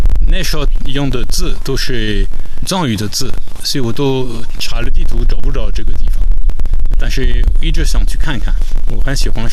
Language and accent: Chinese; France; Chinese is a second language; moved away as an adult; now in Shanghai, China; 我是法国人，